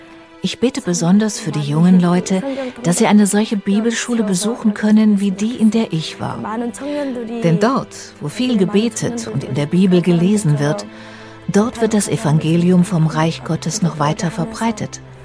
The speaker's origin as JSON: {"language": "German", "country": "North Korea", "second_language": "German", "said": "Meine ganze Haltung zu Nordkorea ist anders geworden. Früher konnte ich nur mit Widerwillen an mein Heimatland denken."}